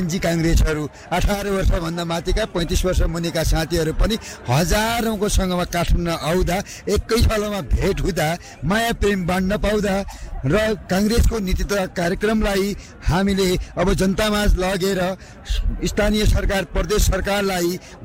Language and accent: Nepali; Byas, Sudurpashchim Province, Nepal; म दार्चुला जिल्ला, सुदूरपश्चिम प्रदेशको दार्चुला जिल्लाबाट, म ब्यास गाउँपालिका हो मेरो घर।